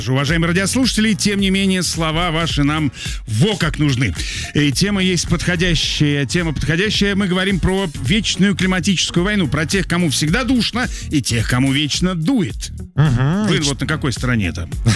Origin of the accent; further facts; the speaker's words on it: Arctic, Russia; наш постоянный радиокорреспондент, докладываем. Два пингвина, они. Я из Заполярья, жена из Сибири.